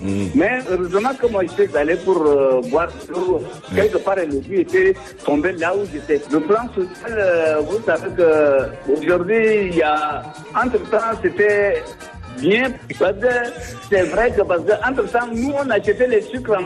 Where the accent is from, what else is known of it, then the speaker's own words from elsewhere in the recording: Chad; il faudrait qu'ils comprennent que nous sommes tous des Tchadiens.